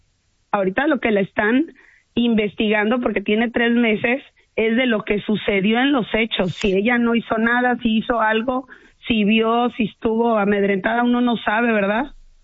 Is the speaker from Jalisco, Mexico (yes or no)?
no; Ciudad Mante, Tamaulipas, Mexico; Yo estoy a 3 horas, yo soy de Ciudad Mante.